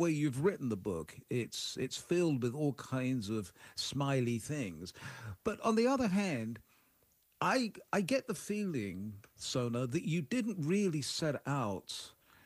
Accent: United Kingdom; I mean, humor, from my point, I'm British, so what do I know?

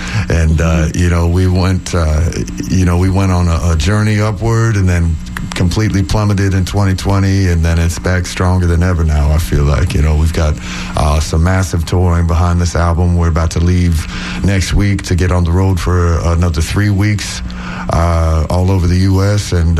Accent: Orlando, Florida, United States; moved away as an adult; now in Tampa Bay, United States; I moved to Tampa Bay in 2011. And I grew up in Orlando, and I moved to Tampa Bay

